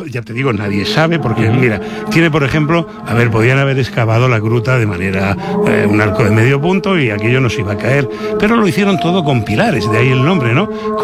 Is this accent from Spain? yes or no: yes; Region of Murcia, Spain